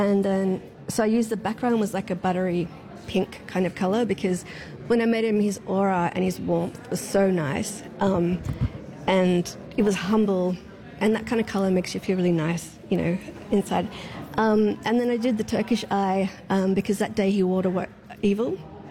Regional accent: Sydney, New South Wales, Australia; I'm from Sydney.

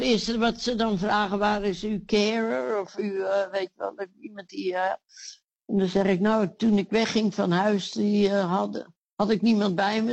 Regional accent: Netherlands; moved away as an adult; Toch 21 jaar in Nederland gewoond.

